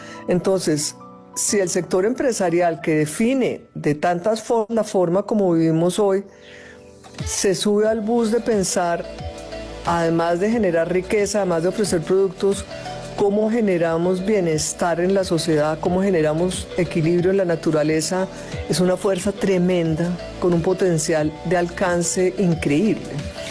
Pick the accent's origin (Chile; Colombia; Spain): Colombia; yo soy colombiana.